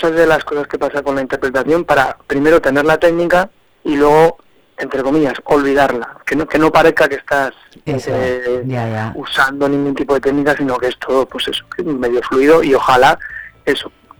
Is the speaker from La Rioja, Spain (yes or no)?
yes; Logroño, La Rioja, Spain; Pues mira, yo soy de Logroño.